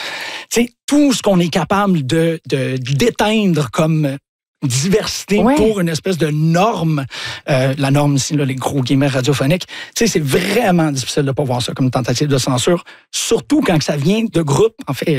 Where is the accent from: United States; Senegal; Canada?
Canada; Montreal, Quebec; Mon premier souvenir d'une librairie, c'est quand j'étais jeune, ici à Montréal, sur Sainte-Catherine